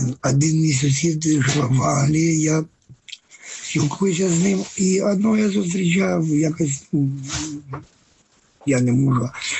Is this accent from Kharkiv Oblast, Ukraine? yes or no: no; Kyiv, Ukraine; moved away as an adult; Київ район Серцев.